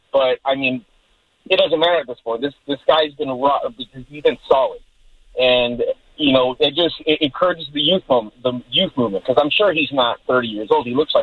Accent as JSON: {"language": "English", "region": "California", "country": "United States", "said": "Like I said, I'm from the Bay Area."}